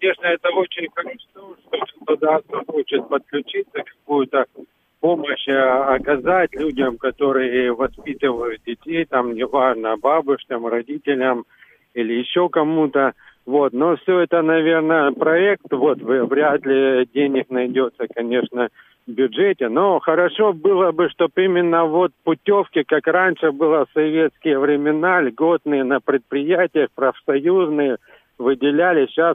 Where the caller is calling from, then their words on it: Krasnodar, Krasnodar Krai, Russia; из Краснодара.